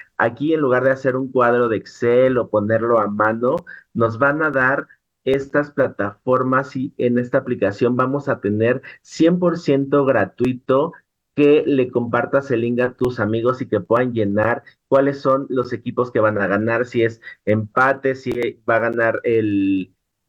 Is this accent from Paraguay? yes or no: no; Mexico; como buenos mexicanos que somos